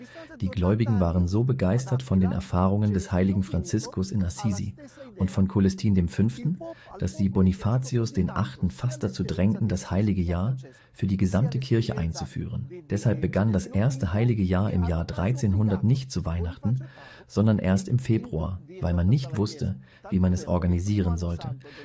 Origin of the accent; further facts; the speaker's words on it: Romania; moved away as an adult; now in Rome, Italy; ich bin 1975 aus Rumänien vor Ceausescu geflohen.